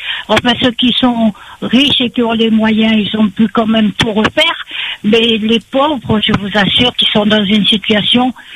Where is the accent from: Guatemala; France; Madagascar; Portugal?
Madagascar; also born or lived in Toamasina; now in Le Tampon, Réunion; moi, j'ai grandi à Madagascar, mais dans l'époque des Français, bien entendu.